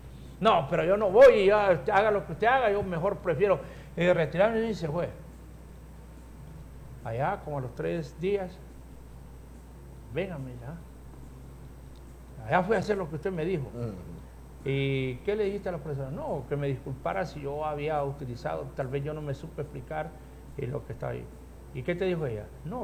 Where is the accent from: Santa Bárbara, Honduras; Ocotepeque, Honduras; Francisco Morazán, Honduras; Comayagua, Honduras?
Francisco Morazán, Honduras; Comayagüela; born there; los que nacimos en Comayagüela.